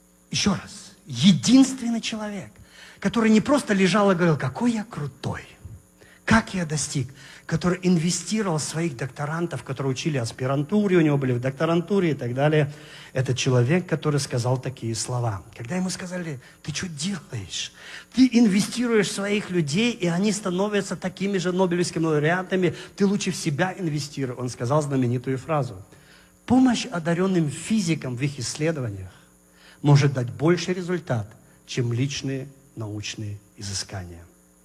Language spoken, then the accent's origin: Russian; Kazakhstan; born there; Я родился в Казахстане, в маленькой деревне.